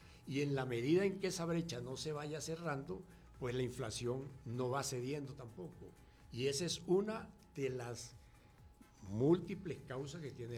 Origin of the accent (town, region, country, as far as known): Venezuela